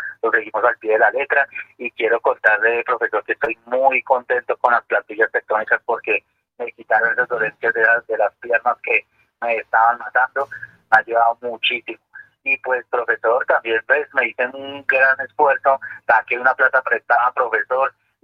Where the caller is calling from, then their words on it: Boyacá, Colombia; Aquí el puente de Boyacá